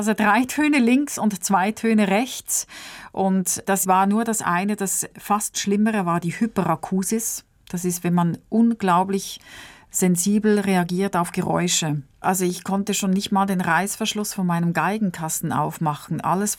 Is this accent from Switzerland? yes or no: yes; Switzerland; born or raised there